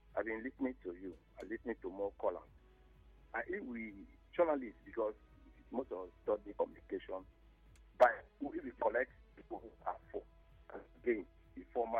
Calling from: Ogoni, Rivers, Nigeria; I am from Ogoni by block.

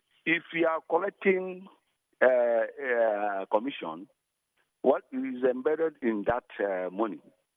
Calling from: Rivers, Nigeria; I'm calling from Robok.

